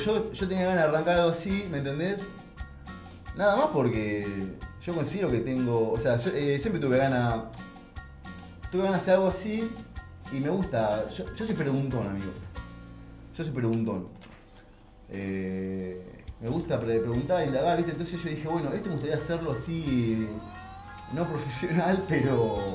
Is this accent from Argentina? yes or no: yes; La Plata, Buenos Aires Province, Argentina; Oriundo de La Plata. Nada, como platense estoy un poco bajón por la pérdida que tuvimos hoy, la pérdida tan importante del … Pero soy de acá a La Plata, 45 pirulos